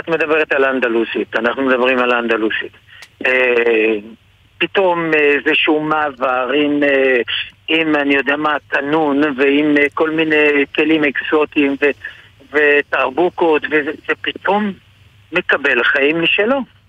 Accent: Casablanca, Casablanca-Settat, Morocco; born or raised there; now in Israel

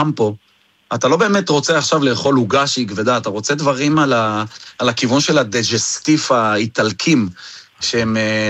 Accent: Jerusalem, Jerusalem District, Israel; אתה יודע, אנחנו ירושלמים, אנחנו אוהבים סומסום

